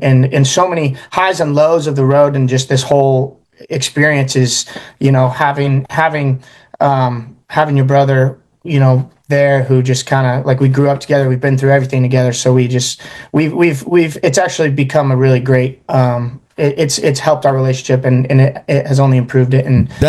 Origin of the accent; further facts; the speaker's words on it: Phoenix, Arizona, United States; moved away as an adult; now in Tennessee, United States; Originally, we're from Phoenix, Arizona, and we've been living out of there and touring out of there for the last about 2 years since we started doing this. And in April, we just moved out here to Tennessee